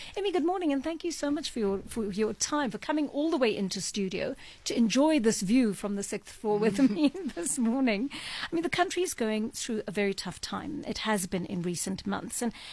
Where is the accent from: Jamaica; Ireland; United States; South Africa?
South Africa; how sport's going to help us get back into that sense of who we are as South Africans.